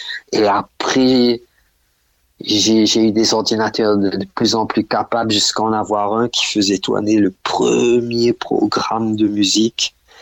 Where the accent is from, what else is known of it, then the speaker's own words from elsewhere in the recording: Réunion; moved away as an adult; c'est quand j'ai quitté La Réunion pour aller à l'armée.